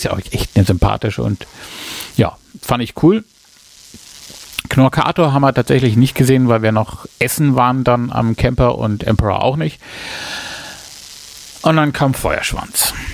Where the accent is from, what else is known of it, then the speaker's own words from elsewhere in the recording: Bavaria, Germany; von mir als Franke